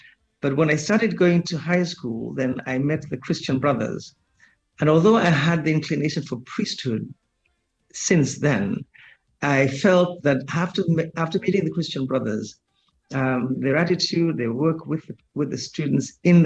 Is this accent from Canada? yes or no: no; Scotts Head, Dominica; also born or lived in United States; Well, I was born here in Dominica. I was born here in the small fishing village of Scott's Head. I did my primary school there.